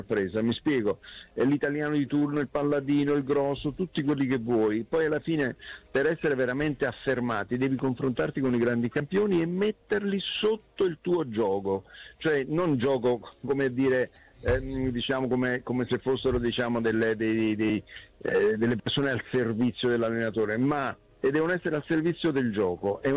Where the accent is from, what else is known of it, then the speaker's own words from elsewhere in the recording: Naples, Campania, Italy; poi ogni volta appena scrivo qualche cosa sul Napoli, io napoletano, mi arrivano sempre le critiche